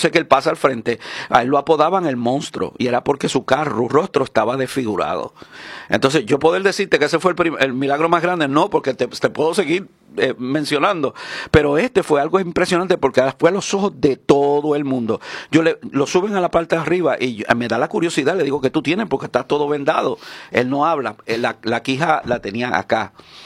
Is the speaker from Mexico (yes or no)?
no; San Juan, Puerto Rico; born there; moved away; also born or lived in Aguadilla, Puerto Rico / Florida; Yo amo esta isla. Yo nací aquí. Yo nací en Santurce